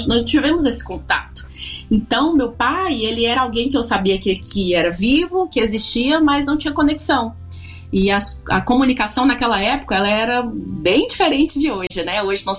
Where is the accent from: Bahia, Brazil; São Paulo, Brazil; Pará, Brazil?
Pará, Brazil; Rio Maria; eu sou do Pará, Rio Maria, Pará, então é uma cidade pequena, de interior.